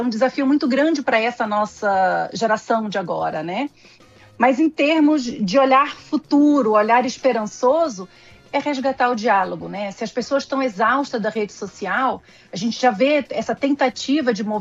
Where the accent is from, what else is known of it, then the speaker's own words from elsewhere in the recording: Brazil; nos atinge enquanto brasileiros